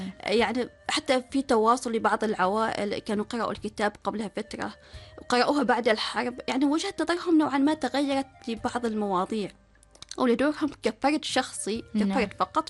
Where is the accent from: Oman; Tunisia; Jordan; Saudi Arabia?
Oman; نحن كعمانيين